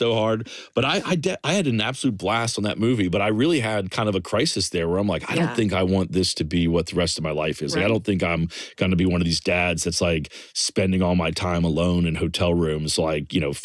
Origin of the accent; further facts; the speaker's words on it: the South, United States; growing up in the South, there's a part of me that was always like ready to get out of there.